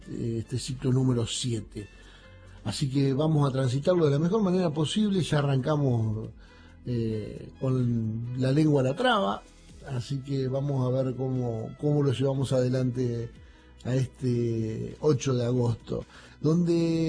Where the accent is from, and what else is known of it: Argentina